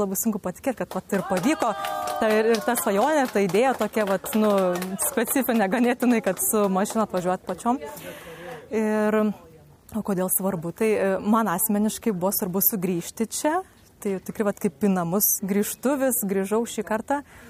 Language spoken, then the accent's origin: Lithuanian; Aukštaitija, Lithuania; Esu aukštaitė, bet atvykau į Žemaičių kalvarijos čia.